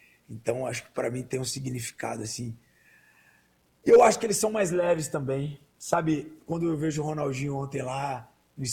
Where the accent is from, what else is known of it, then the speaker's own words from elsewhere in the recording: Brazil; Eu confio como brasileiro, sou apaixonado.